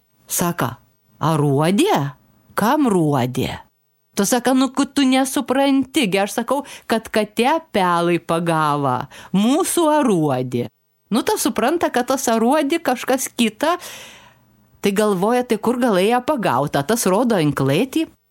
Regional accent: Aukštaitija, Lithuania; accent: Aukštaitian Utena dialect; Aš aukštaitė, taigi daugiausia apie savo kraštų ir žinau.

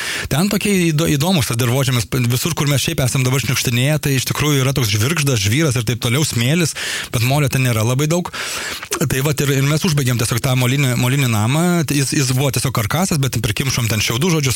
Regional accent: Siesikai, Vilnius County, Lithuania; now in Utena, Lithuania; aš iš Siesikų, aš visą laiką tik tai, kad šalia, kad suprastų žmonės, tai iš Siesikų, nes aš Siesikos jau baigiau gimnaziją, ten aš ne iš Ukmergės, nes visą laiką irgi daug kas sako, o, Ukmergiškis, nu, sakau, aš ten šalia 20 km.

